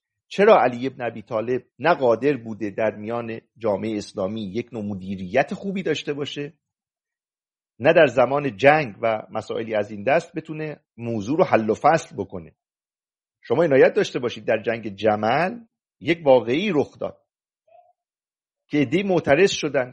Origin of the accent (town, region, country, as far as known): Mazandaran, Iran